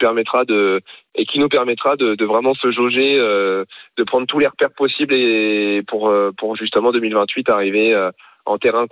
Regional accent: Normandy, France; J'ai déjà une qualité sans faire exprès, c'est que je suis normand

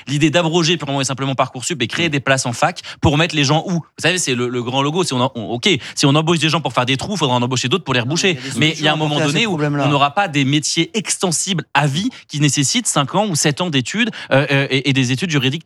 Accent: Centre-Val de Loire, France; Moi, je viens de l'Indre, donc c'est un peu comme l'heure, c'est dans la diagonale du vide, plein vide.

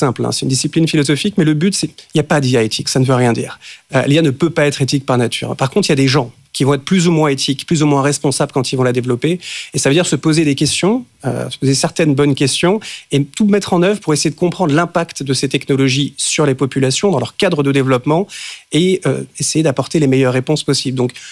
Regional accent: France; moved away

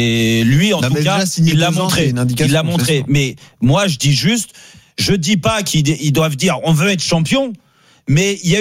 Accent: Paris, Île-de-France, France; en vivant à Paris, moi je suis parisien

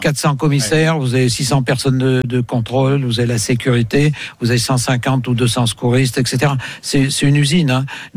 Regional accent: Auvergne-Rhône-Alpes, France; c'est bon, moi, je suis auvergnat, alors.

